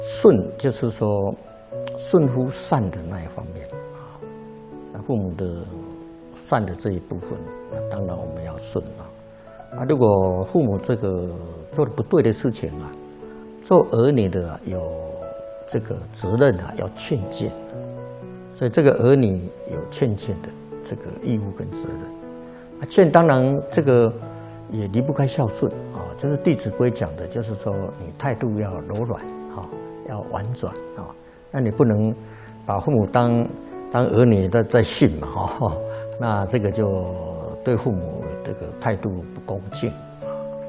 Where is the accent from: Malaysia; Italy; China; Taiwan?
China; 我们中国人